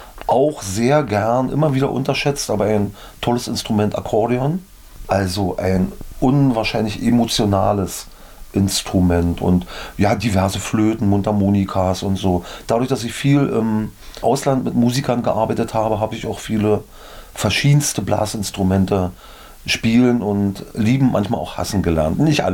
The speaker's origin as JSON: {"language": "German", "town": "Finsterwalde", "region": "Brandenburg", "country": "Germany", "tie": "born there", "said": "Im letzten Jahr habe ich in meiner Geburtsstadt Finsterwalde zum Brandenburg-Tag das Finsterwalder Sänger-Musical komponiert und produziert auch."}